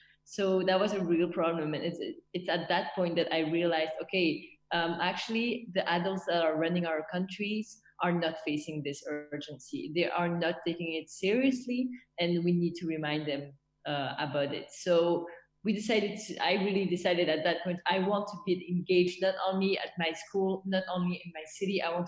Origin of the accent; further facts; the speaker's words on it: Belgium; also born or lived in Vietnam; I'm from Belgium. I've almost lived all my life here. I also lived 5 years in Vietnam